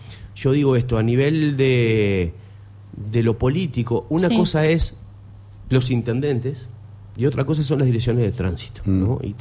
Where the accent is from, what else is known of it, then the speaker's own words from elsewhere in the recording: Sauce, Canelones, Uruguay; Yo soy de Canelones. Vivo a una cuadra de los José Artigas.